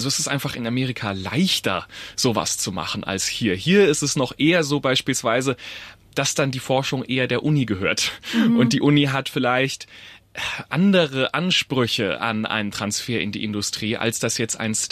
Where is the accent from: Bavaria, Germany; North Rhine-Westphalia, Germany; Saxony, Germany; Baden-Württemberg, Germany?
Baden-Württemberg, Germany; Heilbronn